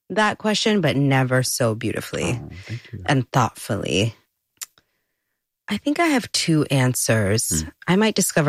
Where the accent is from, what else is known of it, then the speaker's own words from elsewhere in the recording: New York, United States; growing up on Pugsley Avenue was that pool in the center of Jamie Towers. I grew up at that pool.